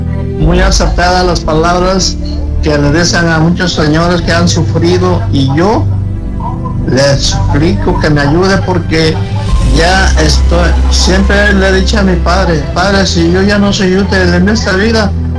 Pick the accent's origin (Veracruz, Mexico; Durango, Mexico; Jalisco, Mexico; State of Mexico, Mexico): Veracruz, Mexico; Tamiahua; born there; Yo nací en Tamiahua, Veracruz. Y todo el chamaco me vine a trabajar los barcos camaroneros.